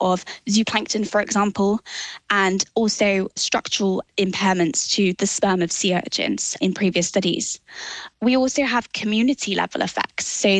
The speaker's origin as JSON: {"language": "English", "region": "South West England", "country": "United Kingdom", "tie": "born or raised there", "said": "I grew up in Devon in the UK. And as such, I've spent obviously a lot of time in and around the ocean."}